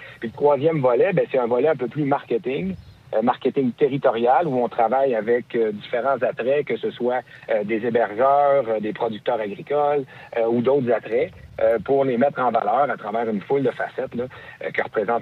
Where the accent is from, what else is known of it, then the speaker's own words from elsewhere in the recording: Victoriaville, Quebec, Canada; moved away as an adult; also born or lived in Montreal; now in Saint-Adrien-de-Ham, Canada; Moi, en fait, je suis originaire de Victoriaville où j'ai grandi.